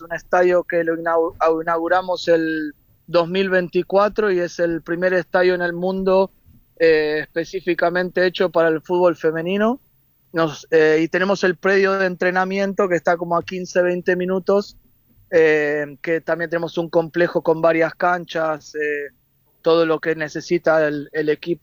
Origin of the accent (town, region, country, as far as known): Buenos Aires, Argentina; born or raised there